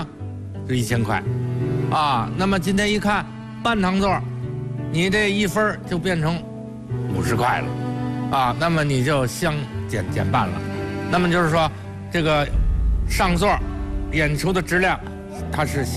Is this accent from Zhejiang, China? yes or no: no; Beijing, China; also born or lived in Tianjin / Shijiazhuang / Jinan; now in Shanghai, China; 从小在北京，后来再到去了石家庄。生在天津，啊，因为妈妈是天津人，啊，到了石家庄，后来上学又到了戏校，后来剧团解散又到了济南待了1年多，啊，之后到了上海，现在三十多年了，